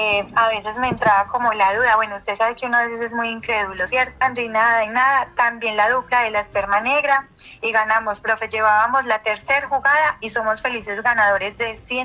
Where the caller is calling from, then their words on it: Pensilvania, Caldas, Colombia; Dios lo bendiga, lo llamo desde Pensilvania, Caldas.